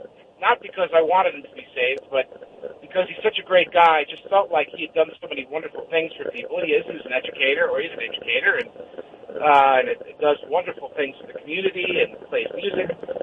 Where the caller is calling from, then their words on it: New York, United States; I'm calling from New York